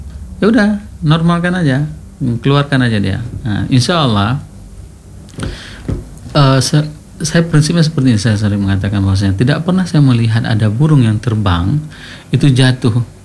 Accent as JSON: {"language": "Indonesian", "region": "Aceh", "country": "Indonesia", "said": "Saya orang juga orang Sawang."}